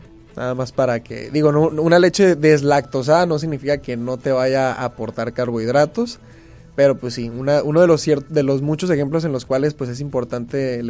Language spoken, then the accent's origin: Spanish; Mexico; nuestra cultura como mexicanos